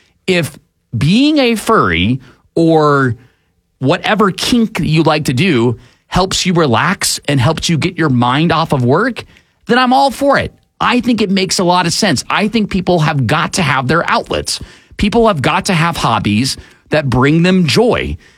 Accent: Atlanta, Georgia, United States; growing up in Atlanta, we had giant pandas for a long time.

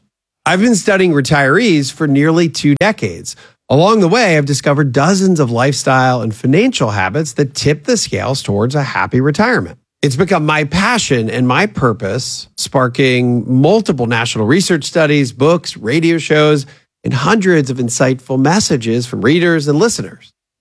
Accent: United States; I'm an American.

